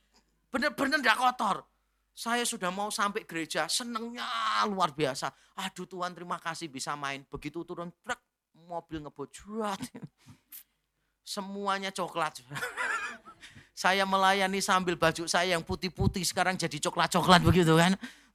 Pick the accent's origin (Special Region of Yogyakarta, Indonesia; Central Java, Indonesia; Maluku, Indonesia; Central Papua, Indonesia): Central Java, Indonesia; Semarang; Kota saya Semarang soalnya.